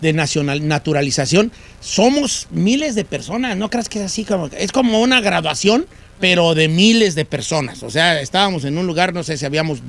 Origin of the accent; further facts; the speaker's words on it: Mexico; now in United States; Seamos muy mexicanos, somos mexicanos.